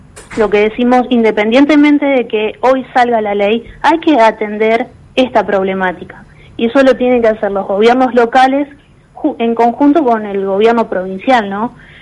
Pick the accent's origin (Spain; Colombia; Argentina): Argentina